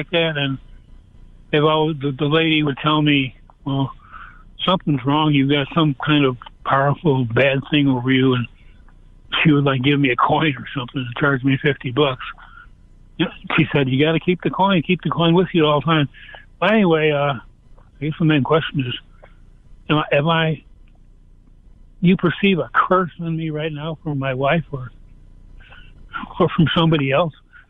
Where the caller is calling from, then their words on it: Texas, United States; Hi, I'm right here on the border, actually. I'm 5 miles from Reynosa.